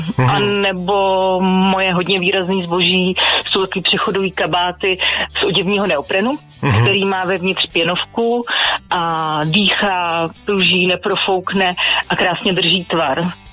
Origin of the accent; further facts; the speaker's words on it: Prague, Czechia; Já jsem z Prahy, z Modřan konkrétně.